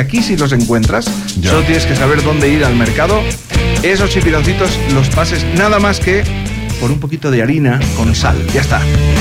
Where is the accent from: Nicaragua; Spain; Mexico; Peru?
Spain; moved away; en España teníamos una serie que se llamaba Verano Azul, una serie muy famosa de cuando yo era muy, muy, muy pequeño